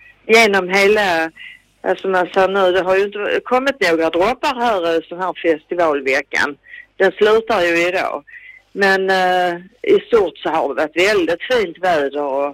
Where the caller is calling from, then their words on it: Skåne, Sweden; accent: Scanian; som vi säger på skånska